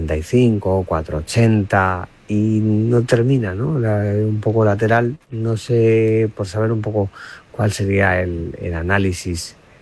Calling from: Valencia, Valencian Community, Spain; de Valencia.

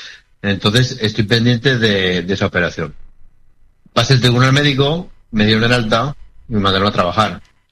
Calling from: Zaragoza, Aragon, Spain; ¿Que soy el único de Zaragoza que viene al tribunal médico?

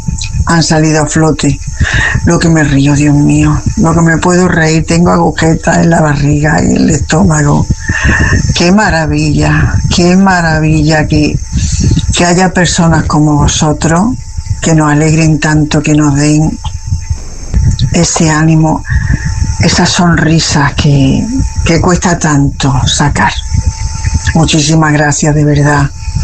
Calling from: Córdoba, Andalusia, Spain; como cordobesa, entenderás mi habla.

